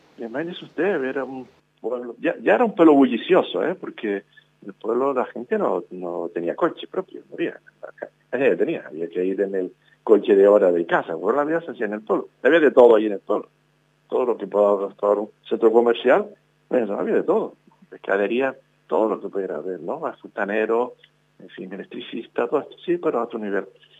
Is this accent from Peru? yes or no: no; Teror, Canary Islands, Spain; born there; hospital, que pone siempre nacido en Teror. Yo sigo empadronado en el pueblo, yo voto en el pueblo, yo soy un vecino de Teror.